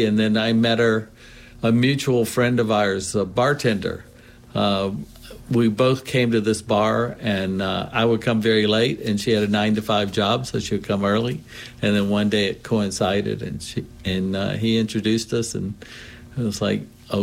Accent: Lynchburg, Virginia, United States; also born or lived in Richmond, Virginia / New York City; now in Abingdon, United States; I grew up in Lynchburg, Virginia, and I went to school in Richmond. And then I moved to New York City for 12 years and then came back down here. Been here 25 years now.

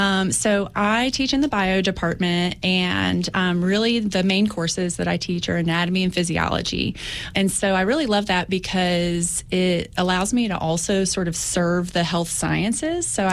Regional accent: Saltville, Virginia, United States; So I am from Saltville, which is just a couple of miles down the road.

